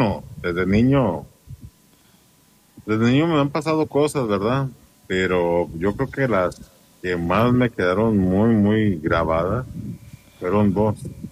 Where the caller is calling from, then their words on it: Mexico; Yo soy de México. Yo vivo en Michoacán